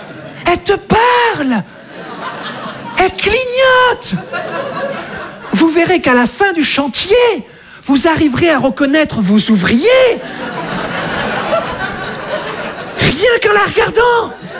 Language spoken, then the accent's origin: French; Monbazillac, Nouvelle-Aquitaine, France; Alors moi, je vais me présenter, je viens de Montbazillac, dans le sud-ouest de la France, vous connaissez?